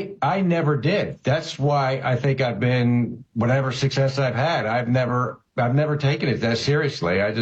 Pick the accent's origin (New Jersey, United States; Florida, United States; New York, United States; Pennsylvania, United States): Pennsylvania, United States; Philadelphia; Philadelphia, PA. I am the oldest of three.